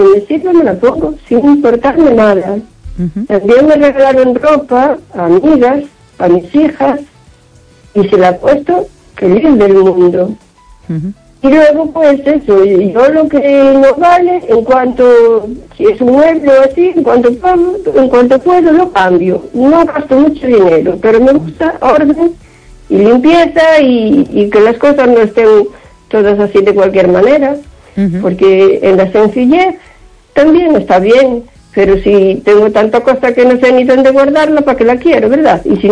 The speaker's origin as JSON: {"language": "Spanish", "town": "O Carballiño", "region": "Galicia", "country": "Spain"}